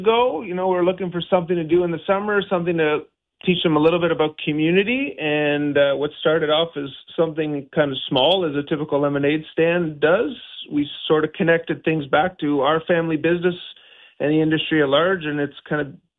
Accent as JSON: {"language": "English", "town": "Ottawa", "region": "Ontario", "country": "Canada", "said": "I'm from the Ottawa area"}